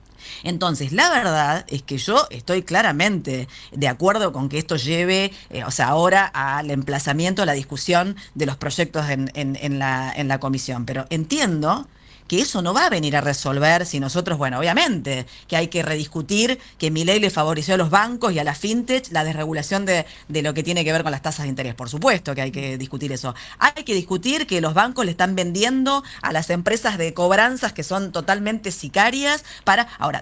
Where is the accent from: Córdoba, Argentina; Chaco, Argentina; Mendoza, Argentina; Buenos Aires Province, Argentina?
Buenos Aires Province, Argentina; Zárate; Nosotros somos de ahí, de Zárate, del cordón industrial.